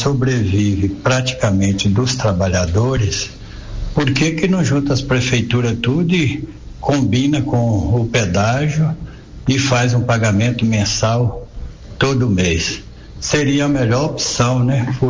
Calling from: Coronel Fabriciano, Minas Gerais, Brazil; Eu sou aqui de Coronel Fabriciano

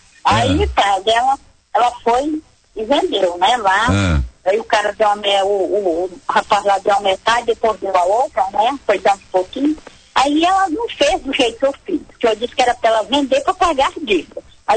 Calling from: Mucajaí, Roraima, Brazil; Eu falo aqui de Roraima, Mucajaí.

